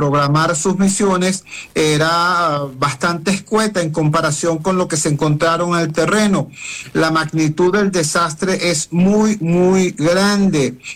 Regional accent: Venezuela; now in Caracas, Venezuela

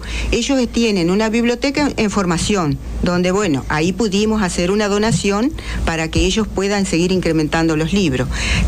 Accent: Hernandarias, Entre Ríos, Argentina; moved away

